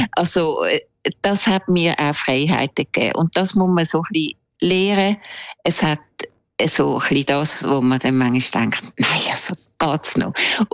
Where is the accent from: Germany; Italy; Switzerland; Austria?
Switzerland; Zurich; born there; also born or lived in Winterthur / Salzach (unclear village); ich bin in Zürich geboren, dann in Winterthur, von Winterthur auf Salzach gezügelt, aber dort ist meine Bleibe gewesen, wo ich dann schon weiter in die Schule bin. Also ich habe mich schon müssen an das Dorfleben gewöhnen